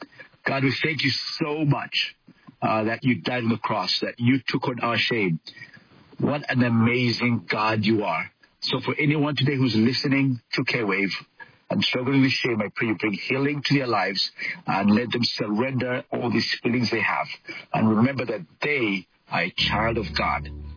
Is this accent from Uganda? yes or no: yes; Uganda; Men in African and Middle Eastern cultures, well, I come from Uganda, and we do not run.